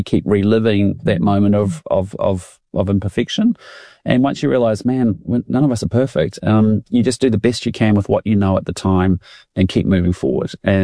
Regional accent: Christchurch, Canterbury, New Zealand; You know, I'm a boy from Bishopdale, Christchurch. I got to travel and live all around the world doing incredible things and having a lot of fun along the way.

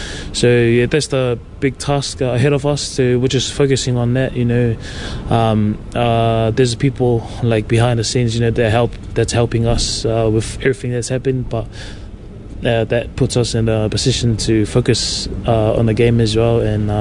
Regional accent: Ireland; It's the dream from me growing up in Ireland, playing club footy

